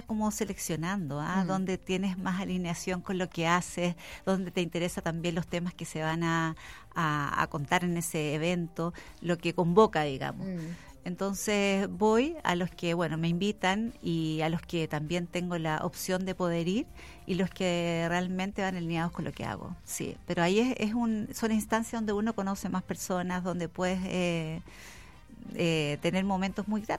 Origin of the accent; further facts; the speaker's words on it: San Vicente de Tagua Tagua, O'Higgins, Chile; born there; now in Santiago, Chile; Sí, de Santiago. Bueno, nací en San Vicente, Tahuatahua.